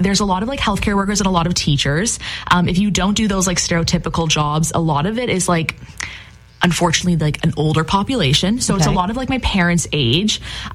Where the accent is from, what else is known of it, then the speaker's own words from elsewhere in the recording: Innisfil, Ontario, Canada; moved away as an adult; now in Nova Scotia, Canada; I grew up in Innisfil, which is right near Barrie. Lived there my whole life. And my parents are originally from Nova Scotia, from Cape Breton Island, to be more specific.